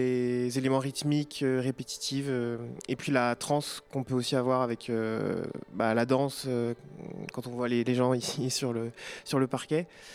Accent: Brittany, France; moi, ça, je suis breton, mes parents et mes grands-parents aussi, pour le coup. Et du coup, j'ai un peu baigné dans la musique bretonne quand j'étais enfant.

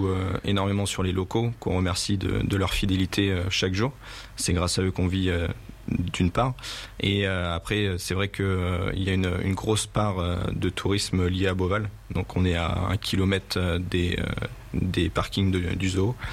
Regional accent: Centre-Val de Loire, France; on est natif du Loiret, nous.

